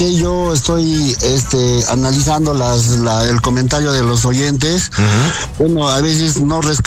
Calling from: Puno, Peru; Acá en Puno, por ejemplo, para llegar a Arequipa nosotros teníamos que viajar 24 horas en tren.

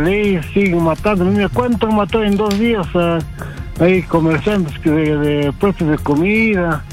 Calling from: Lima, Peru; de Cerca de Lima.

